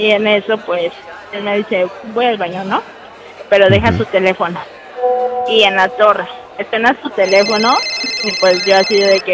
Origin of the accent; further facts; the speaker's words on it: Mexico City, Mexico; De la Ciudad de México.